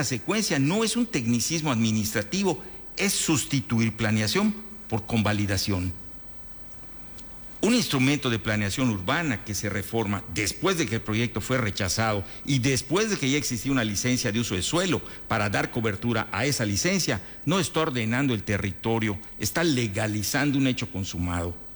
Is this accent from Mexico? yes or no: yes; Mexico; pero soy mexicano, mi país firmó, hay que cumplirlo.